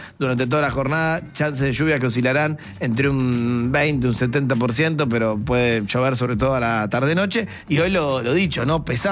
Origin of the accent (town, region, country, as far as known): Argentina